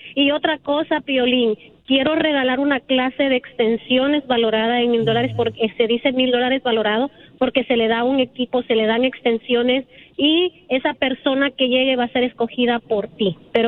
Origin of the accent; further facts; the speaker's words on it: Puerto de La Libertad, La Libertad, El Salvador; now in California, United States; soy originaria de El Salvador, Puerto de la Libertad